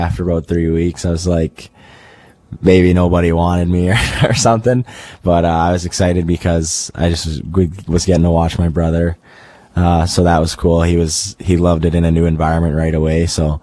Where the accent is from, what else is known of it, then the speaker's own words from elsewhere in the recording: Merritt, British Columbia, Canada; my hometown, because we usually stop in Merritt